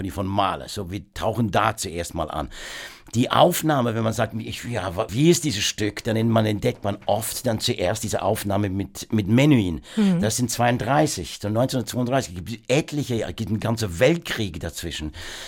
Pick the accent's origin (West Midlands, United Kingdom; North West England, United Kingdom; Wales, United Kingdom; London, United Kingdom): West Midlands, United Kingdom; Worcester; German is a second language; Keine Ahnung, ich bin natürlich in Worcester aufgewachsen. Das ist jemand, der Elgar war irgendwie, da ist der Geburtsort von ihm.